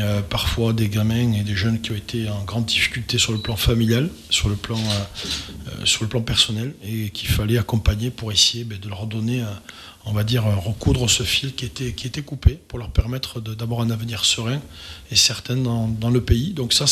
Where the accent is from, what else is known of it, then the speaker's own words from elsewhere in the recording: Occitanie, France; Je suis originaire de l'Ariège, voilà, sinon j'ai été élu local à Lavelanet pendant une quinzaine d'années.